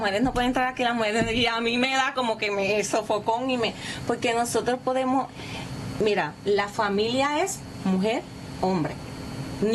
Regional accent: Vega Baja, Puerto Rico; yo de niña, pues, estuve en la Liga Atlética, estuve en las batuteras y pertenecía a la Liga Atlética Policiaca de Puerto Rico, ¿verdad? Vega Baja.

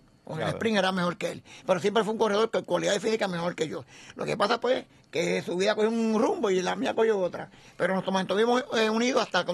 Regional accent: Toa Baja, Puerto Rico; born there; also born or lived in Cidra; llegamos a Toa Baja, pues, como te digo, yo nací en Sidra, nacimos 3 hermanos, los primeros 2 mayores fueron en Bayamón, los otros 3 que fueron mi hermano y yo, en Sidra, y nacimos por comadrona. No nacimos en el hospital, nacimos por comadrona.

